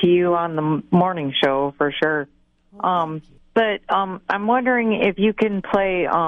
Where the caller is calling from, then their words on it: Traverse City, Michigan, United States; I'm calling from Traverse City.